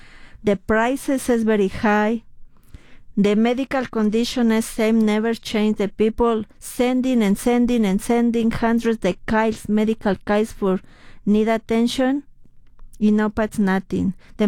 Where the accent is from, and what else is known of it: Mexico City, Mexico; English is a second language; moved away as an adult; now in United States